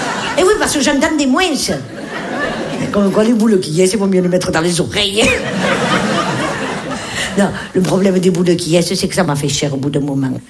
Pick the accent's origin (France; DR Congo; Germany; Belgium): France; Nice, Provence-Alpes-Côte d'Azur; Puis moi, je l'ai fait comme on l'a fait chez nous à Nice, à la pomme de terre, ça coûte rien.